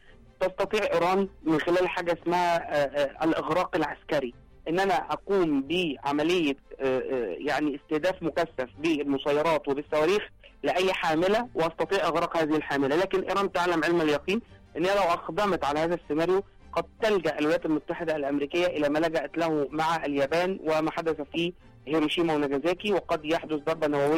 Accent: Egypt; الكلام ده احنا مش بنقوله عشان احنا مصريين

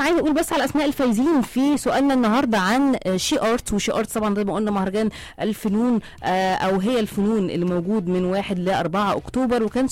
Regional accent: Egypt; عن تاريخنا وإرثنا كمصريين.

